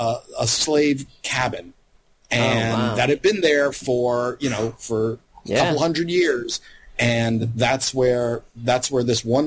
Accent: Louisiana, United States; I grew up mostly in Louisiana.

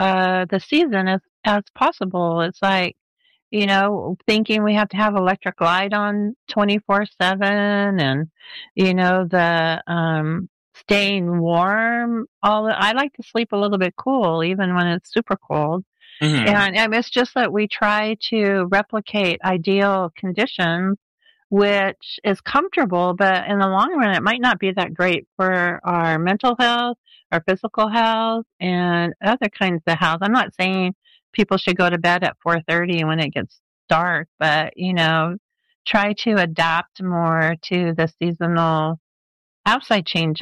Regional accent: Los Angeles, California, United States; I was born where if it got below 65, we put on a jacket. Mm-hmm. So I grew up in Los Angeles where we didn't really have extremes of temperatures that much.

